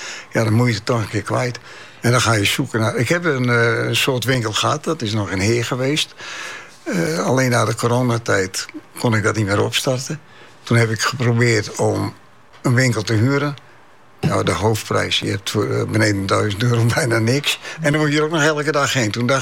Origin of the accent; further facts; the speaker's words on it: Leeuwarden, Friesland, Netherlands; also born or lived in Canada; Hier ben ik opgegroeid. Ja, mijn vader was een van de bevrijders van Leeuwarden. En ik ben in Canada geboren. Ik kwam terug, werd geplaatst in het Oldburger Weeshuis.